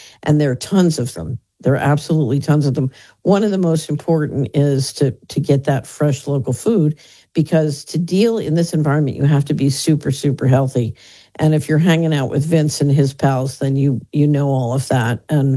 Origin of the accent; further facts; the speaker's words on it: Philadelphia, Pennsylvania, United States; I grew up in West Philadelphia.